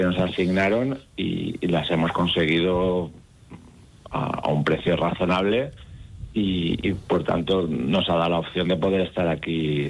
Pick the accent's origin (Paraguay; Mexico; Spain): Spain; Ontinyent, Valencian Community; Somos de Ontinyent, de un pueblo de Valencia. Y nos vamos ahora hacia Madrid.